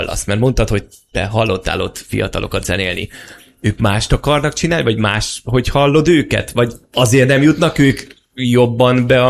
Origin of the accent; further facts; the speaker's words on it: Miskolc, Borsod-Abaúj-Zemplén, Hungary; Én miskolci vagyok